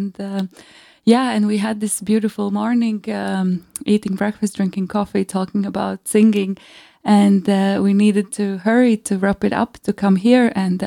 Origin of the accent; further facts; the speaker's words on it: Latvia; moved away; I come from Latvia